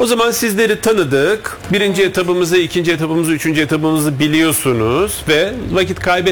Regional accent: Gaziantep, Turkey; bir Antepli olarak misafirperverlerdir

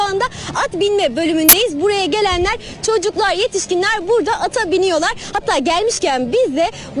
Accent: Gaziantep, Turkey; Gaziantep'liyim ben. Memleketim de burada.

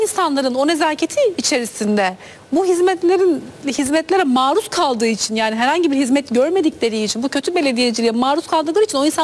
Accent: Istanbul, Turkey; bir İstanbullu olarak da biliyoruz.

